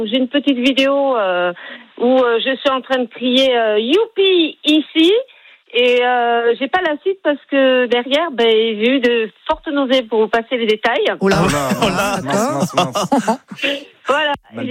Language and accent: French; Auvergne-Rhône-Alpes, France; Alors, moi, je viens du Nord-Isère, entre Lyon et Grenoble.